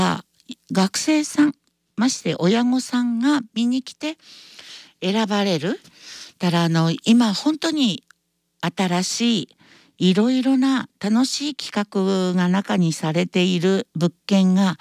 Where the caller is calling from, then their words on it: Kanazawa, Ishikawa, Japan; 金沢市、私は金沢市なんですけど